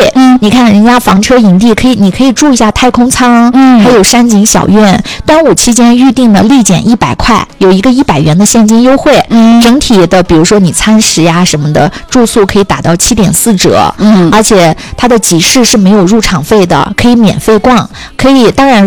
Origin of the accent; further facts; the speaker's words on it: Xinjiang, China; 我小时候是在安宁渠镇子下面有一个村叫西格壁村，它是草莓的盛产地啊，整个村子盛产草莓